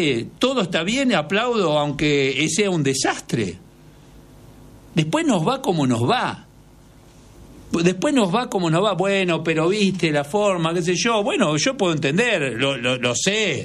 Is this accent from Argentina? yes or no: yes; Argentina; nosotros como argentinos necesitamos nivelar hacia arriba